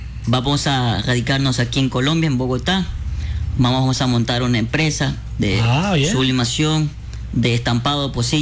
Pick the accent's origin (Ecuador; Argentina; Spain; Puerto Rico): Ecuador; Milagro, Guayas; De la ciudad de San Francisco de Milagro.